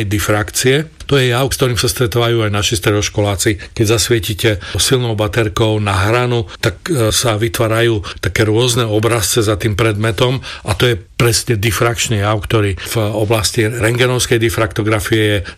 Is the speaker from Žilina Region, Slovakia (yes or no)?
no; Čemerné, Prešov Region, Slovakia; also born or lived in Bardejov; ja som sa narodil v Bardejove a potom sme sa presťahovali do Čemerného, pretože otec bol lekár